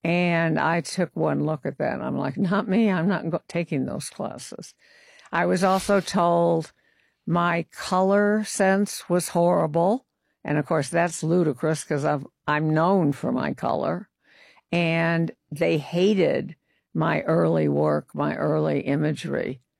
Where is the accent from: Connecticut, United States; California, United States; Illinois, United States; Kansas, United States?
Illinois, United States; Chicago; And I grew up in Chicago at 5.